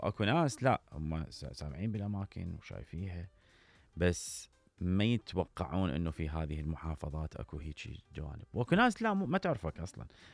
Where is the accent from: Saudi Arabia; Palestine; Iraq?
Iraq; moved away; من العراقيين